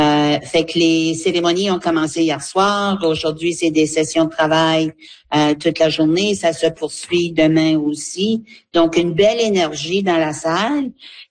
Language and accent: French; New Brunswick, Canada; c'est ici chez nous, au Nouveau-Brunswick